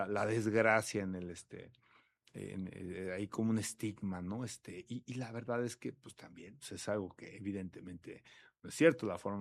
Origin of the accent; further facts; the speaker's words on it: Querétaro, Mexico; yo soy queretano, yo aquí nací, soy de varias generaciones, yo no sé hasta dónde llegan de queretanos